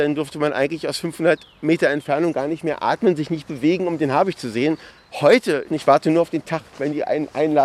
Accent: Berlin, Germany; Ich bin selber in Berlin groß geworden.

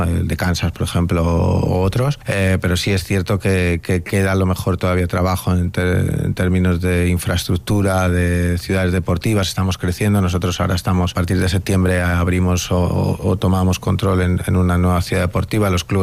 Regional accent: Spain; Que me gustaría, como español y como persona de fútbol, como yo digo, de barrio

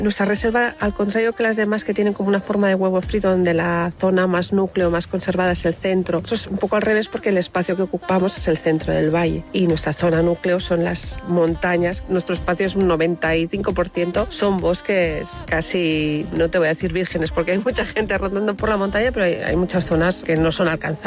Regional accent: Catalonia, Spain; Soy aranesa, soy de Casachín de Betren.

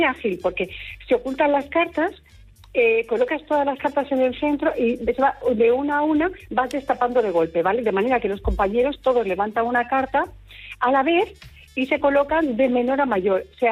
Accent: Region of Murcia, Spain; now in Belfast, United Kingdom; Yo soy murciana.

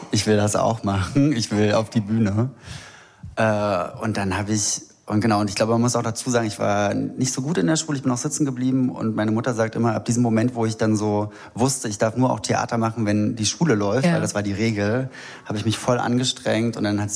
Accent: Berlin, Germany; Ich bin komplett im Prenzlauer Berg aufgewachsen, ja.

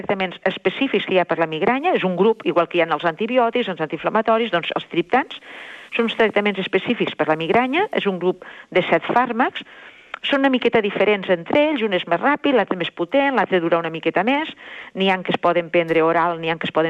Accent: Tortosa, Catalonia, Spain; Sí, de Tortosa.

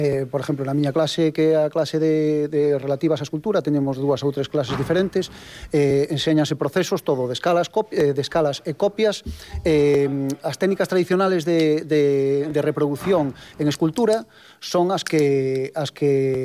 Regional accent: Galicia, Spain; Claro, nós como somos galegos e o noso produto interior bruto e o granito

